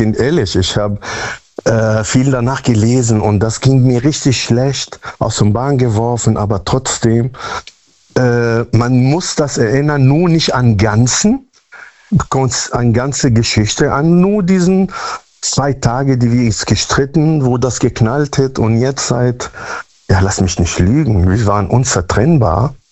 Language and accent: German; Münster, North Rhine-Westphalia, Germany